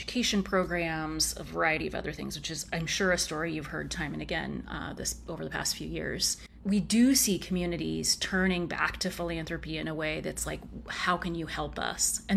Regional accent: Oregon, United States; You know, I'm a pretty humble kid growing up in Central Oregon.

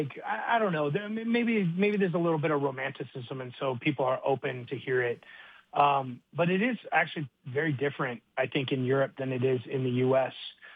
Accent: Utah, United States; also born or lived in back east; now in Denver, United States; I grew up in Utah as well, so. Technically, I'm home, I guess.

